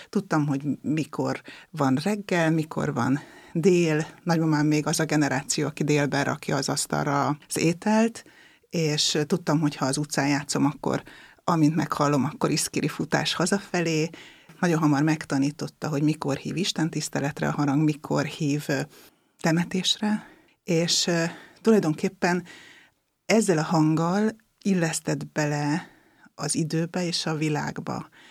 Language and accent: Hungarian; Tiszaföldvár, Jász-Nagykun-Szolnok, Hungary; A családból hozom a hitet. Tiszaföldváron születtem, 1970-ben kereszteltek meg